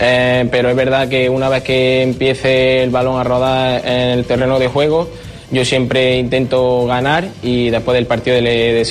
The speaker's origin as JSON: {"language": "Spanish", "town": "Granada", "region": "Andalusia", "country": "Spain", "said": "yo soy de Granada, tengo a mi familia, a bastantes amigos, donde he crecido allí futbolísticamente desde la cantera"}